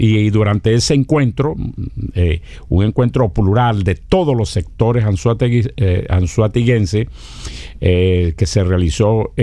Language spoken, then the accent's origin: Spanish; El Tigre, Anzoátegui, Venezuela; now in Zulia, Venezuela; pues yo soy anzoateguense, yo soy del Tigre, pero bueno, con mucho amor por la zulianía con la que me identifico plenamente.